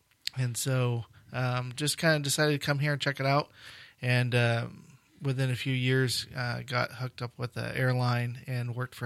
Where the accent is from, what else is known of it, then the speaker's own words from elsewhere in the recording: Palmer, Alaska, United States; now in Shasta County, United States; I've lived in Shasta County for 18 years, but before that, I grew up in Alaska.